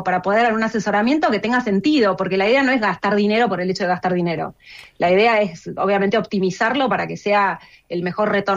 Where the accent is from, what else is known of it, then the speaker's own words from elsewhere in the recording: Argentina; la verdad es que siendo argentina y sabiendo que nuestra compañía está detrás de lo que es la, digamos, como la renovación